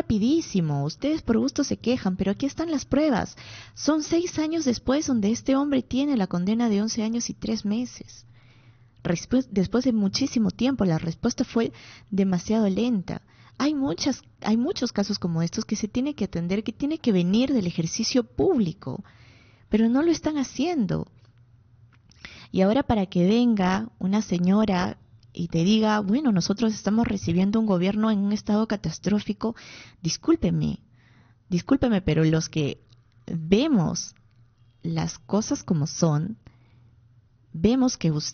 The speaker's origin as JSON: {"language": "Spanish", "country": "Peru", "said": "Somos peruanos como ellos"}